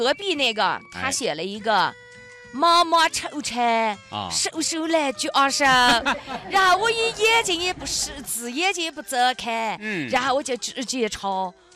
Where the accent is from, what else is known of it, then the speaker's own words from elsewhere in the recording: Fengqing, Yunnan, China; accent: Fengqing dialect; 我只会讲风清话。